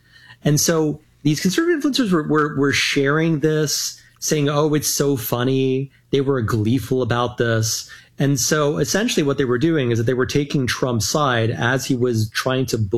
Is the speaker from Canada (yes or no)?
yes; Canada; I mean, I find that offensive as a Canadian, right?